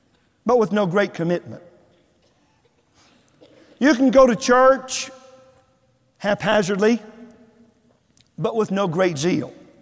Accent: Texas, United States; I was from Texas, the Holy Land. I wanted to stay there.

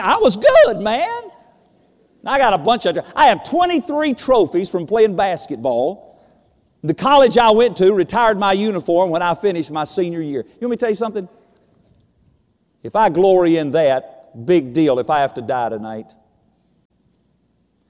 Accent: Winston-Salem, North Carolina, United States; born there; I was born in Winston-Salem, North Carolina … I had nothing to do with that. I'm a white person. I'm an American.

